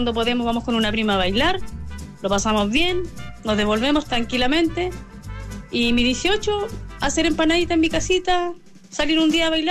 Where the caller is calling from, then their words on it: Parral, Maule, Chile; Yo soy de Parral